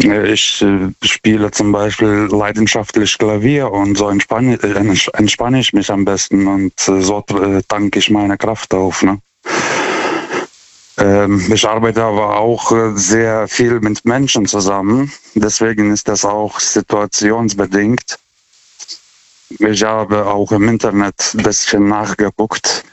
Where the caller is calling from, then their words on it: Karlsruhe, Baden-Württemberg, Germany; German is a second language; Das, also Deutsch ist nicht meine Muttersprache, deswegen entschuldige ich für meinen Akzent.